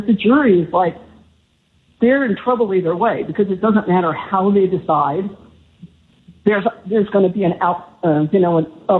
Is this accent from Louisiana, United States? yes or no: no; Marietta, Georgia, United States; now in Carson City, United States; We're originally from Marietta, and we moved out to Carson City.